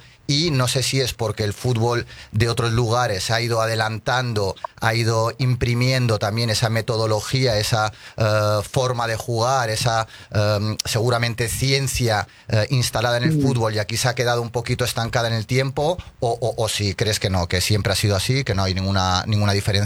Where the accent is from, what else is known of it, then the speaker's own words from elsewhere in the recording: Balearic Islands, Spain; now in Argentina; Sí, soy de Mallorca, pero bueno, hace 10 años que vivo acá.